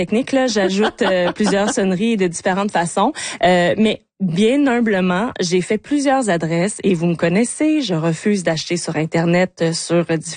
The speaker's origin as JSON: {"language": "French", "region": "Quebec", "country": "Canada", "said": "pour la Journée nationale des Patriotes chez nous au Québec, mais dans les autres provinces, on souligne plutôt la fête de la Reine."}